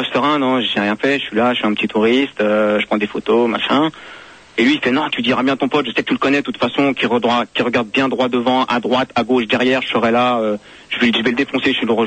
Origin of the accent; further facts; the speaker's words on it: France; je veux dire, c'est aux États-Unis, je suis français, il est français, bon il peut être sympa quoi.